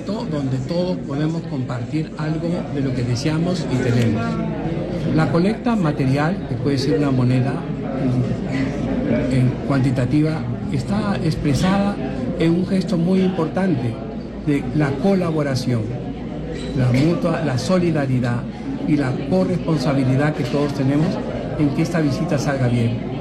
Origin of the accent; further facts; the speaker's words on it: Peru; como somos los peruanos